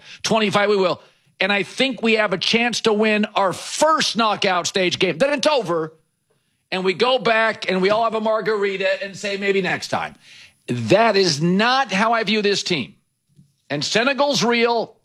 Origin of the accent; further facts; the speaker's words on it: United States; because I'm the American media member that always has very conservative expectations.